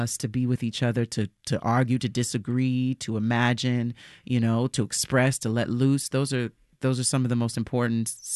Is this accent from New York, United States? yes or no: yes; New York City, New York, United States; of course, like growing up in New York and being able to perform.